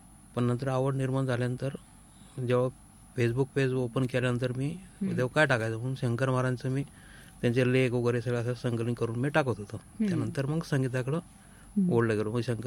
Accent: Satara, Maharashtra, India; moved away as an adult; now in Ahmednagar, India; माझं बालपण साताऱ्यामध्ये गेलं

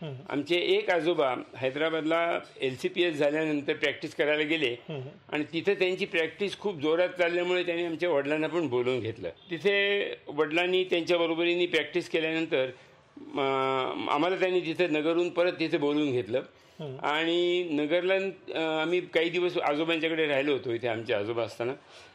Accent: Ahmednagar, Maharashtra, India; born there

